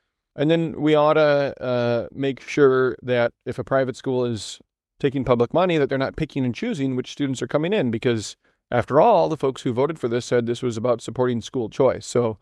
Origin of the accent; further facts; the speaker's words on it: Decorah, Iowa, United States; I grew up in Decorah.